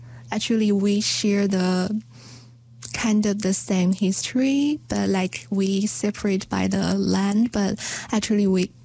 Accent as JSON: {"language": "English", "country": "China", "moved": "as an adult", "said": "when I was as an insider in China"}